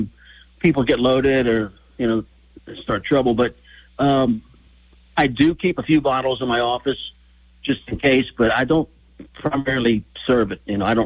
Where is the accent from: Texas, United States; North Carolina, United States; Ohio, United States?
Ohio, United States; Cincinnati; I'm born and raised in Cincinnati, Ohio.